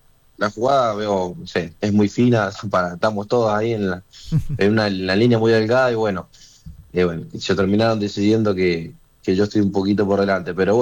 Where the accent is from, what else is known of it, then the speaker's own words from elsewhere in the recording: Mendoza, Argentina; No, no, la verdad que para mí, siendo mendocino, para mí es ver a los equipos de Mendoza que crezcan y que compiten cada vez a más alto nivel, a mí me pone contento con una cuestión de sentimiento de raíz, de ser acá.